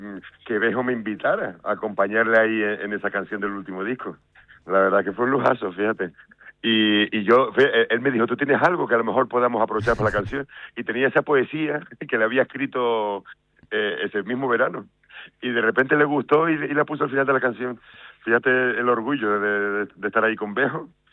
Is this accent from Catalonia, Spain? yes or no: no; Granadilla de Abona, Canary Islands, Spain; also born or lived in London; yo soy de Granadilla y mi familia tiene una casa en La Caleta, ahí en La Caleta de Tajao, ahí al lado de en Arico.